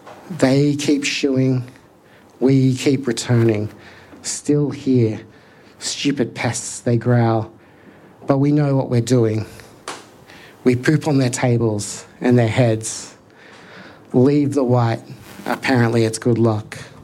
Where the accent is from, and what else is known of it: New South Wales, Australia; born or raised there